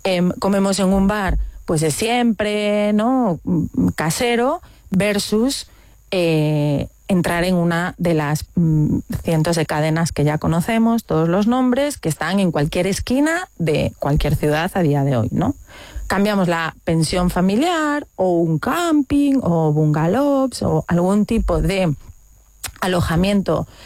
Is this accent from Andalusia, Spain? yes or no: no; Galicia, Spain; siendo nosotras gallegas